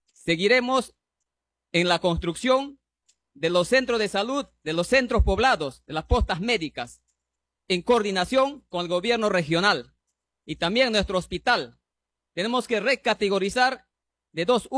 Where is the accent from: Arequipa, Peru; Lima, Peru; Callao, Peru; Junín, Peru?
Junín, Peru; Pichanaki; Soy pichanaquino. Tengo más de 40 años viviendo en este sector y he visto cómo se ha desarrollado mi pueblo.